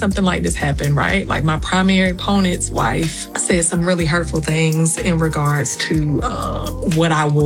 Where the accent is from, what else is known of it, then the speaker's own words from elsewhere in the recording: the South, United States; And I'm from the South. I use y'all a lot.